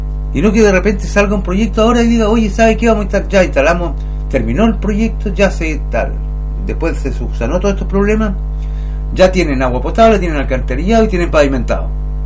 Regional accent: Chile; como somos chilenos, estamos acostumbrados a que las cosas sean así

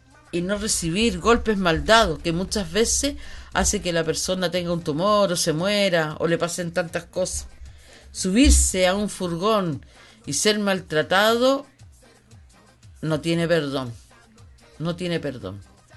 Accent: Arica, Arica y Parinacota, Chile; nosotros somos Arica, que cuesta lo que son Iquique, Magallanes, todo, cuesta, porque creen que nosotros no somos parte de Chile. Y somos parte de Chile. Somos ciudadanos chilenos

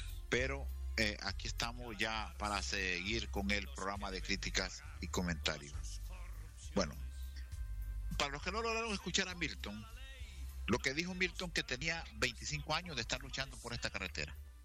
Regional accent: Honduras; Yo, en lo particular, como hondureño, quiero agradecerles

